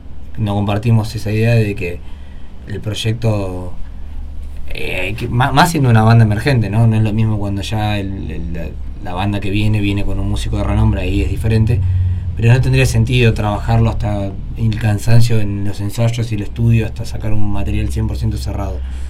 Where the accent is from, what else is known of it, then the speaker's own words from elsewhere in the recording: San Miguel, Buenos Aires Province, Argentina; born there; now in General Rodríguez, Argentina; San Miguel.